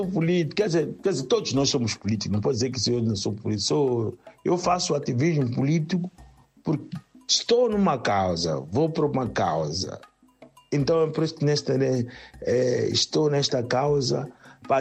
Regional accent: Mozambique; o que é que nós, como moçambicanos, também temos de desempenhar nos nossos papéis.

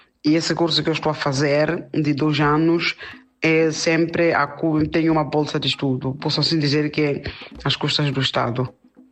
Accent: Mozambique; moved away as an adult; E em tudo isso, saí de Moçambique, graças a Deus, que eu já tinha 12ª e trouxe meus documentos já traduzidos.

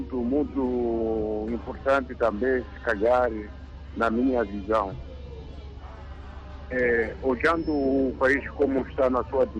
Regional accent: Mozambique; É que nós todos somos moçambicanos.

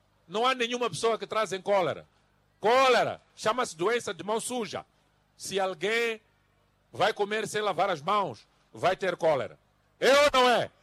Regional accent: Mozambique; todos nós, como moçambicanos, temos que nos unir do Ruvuma ao Maputo, do Zumbo ao Índico

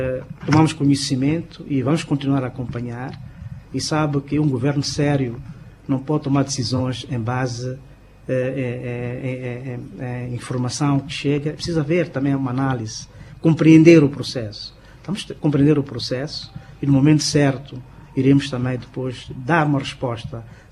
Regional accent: Mozambique; Nós temos também a mostrar esta componente humana que nós temos como moçambicanos

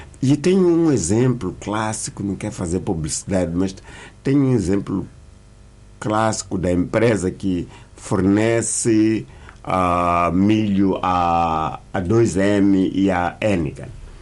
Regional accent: Jangamo, Inhambane, Mozambique; mas ele é um grande agricultor agora em Jangamo, minha terra.

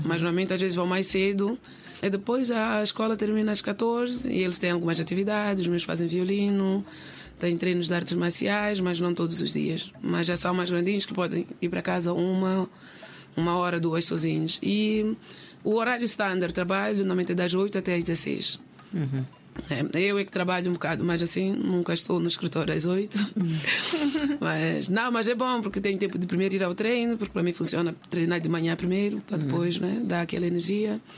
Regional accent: Mozambique; now in Norway

